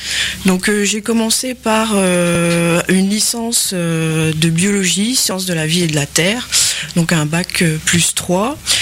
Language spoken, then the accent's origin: French; Cherbourg, Normandy, France; Je suis originaire en fait de Cherbourg, dans la Manche.